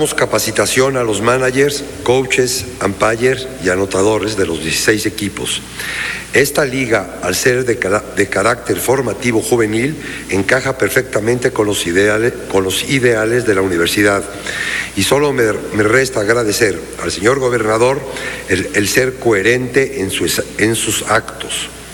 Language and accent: Spanish; Puebla, Mexico; Como poblano, es un gusto que el presidente de la liga sea el señor Mario Montero